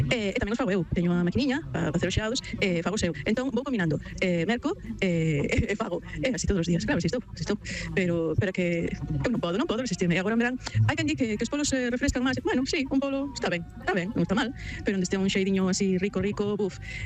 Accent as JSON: {"language": "Galician", "town": "Lugo", "region": "Galicia", "country": "Spain", "said": "Son de Lugo, antaño, había unha xeladería no centro que todos íbamos"}